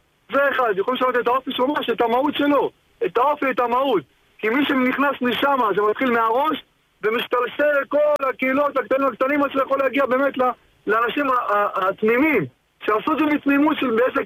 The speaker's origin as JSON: {"language": "Hebrew", "town": "Bnei Brak", "region": "Tel Aviv District", "country": "Israel", "said": "אם זה בעיר שלי, אני מבני ברק, אני חדש כמובן פה, אבל אני לא חדש במערכת החרדית."}